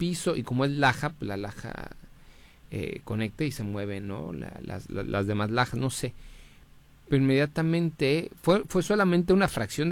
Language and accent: Spanish; Mexico City, Mexico; now in Cancún, Mexico; soy de la Ciudad de México.